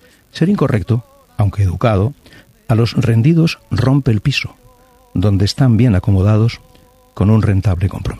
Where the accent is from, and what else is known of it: Barcelona, Catalonia, Spain; born or raised there